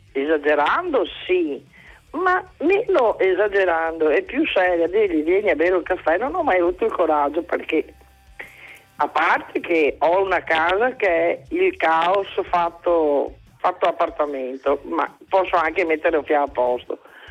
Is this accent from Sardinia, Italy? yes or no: no; Venice, Veneto, Italy; born there; now in Padua, Italy; Sono veneta, nata a Venezia, diciamo, però residente a Padova.